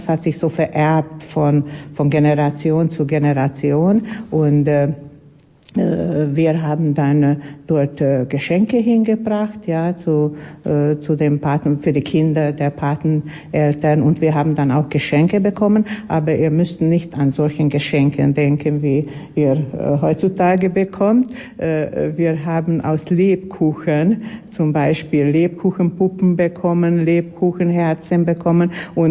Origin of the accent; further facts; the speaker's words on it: Liptód, Baranya, Hungary; first language German (local dialect); now in Bóly, Hungary; in Liptow bin ich geboren, und dort habe ich auch meine Jugend verbracht.